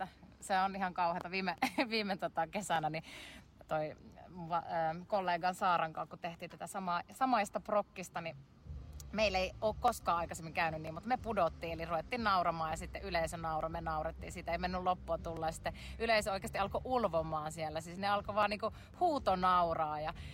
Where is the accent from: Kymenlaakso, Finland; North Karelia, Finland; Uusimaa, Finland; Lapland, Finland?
North Karelia, Finland; Kitee; moved away; Olen itse Kiteeltä. Alun perin mun äiti asuu siellä edelleen, joten aina lomilla käydään paljon siellä